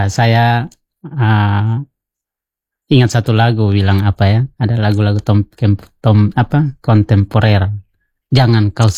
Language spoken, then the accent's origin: Indonesian; Kupang, East Nusa Tenggara, Indonesia; ya kita orang Kupang bilang istilah apa ya, daun muda, orang biasa, cuci mata.